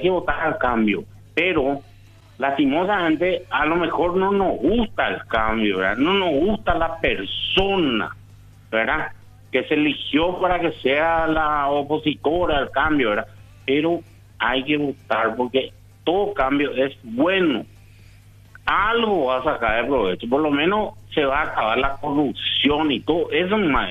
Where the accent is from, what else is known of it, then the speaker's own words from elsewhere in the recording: San Carlos, Concepción, Paraguay; born there; Y ahí nacimos toditos en San Carlos. Concepción.